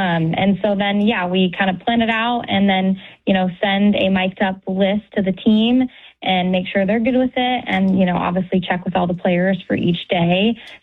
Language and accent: English; Green Bay, Wisconsin, United States; I'm from Green Bay, Wisconsin, as well as John.